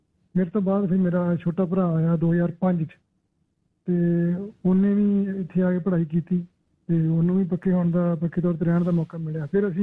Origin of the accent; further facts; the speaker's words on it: Amritsar, Punjab, India; ਅਸੀਂ ਸਾਰੀ ਪੰਜਾਬ ਤੋਂ ਅੰਮ੍ਰਿਤਸਰ, ਸ੍ਰੀ ਅੰਮ੍ਰਿਤਸਰ ਸਾਹਿਬ ਤੋਂ ਬਿਲੋਂਗ ਕਰਦੇ ਹਾਂ। ਪਿੱਛੋਂ ਸਾਡਾ ਪਿੰਡ ਵੈਸੇ ਹੈਗਾ ਵਾ ਸੂਰੋ ਪੱਡਾ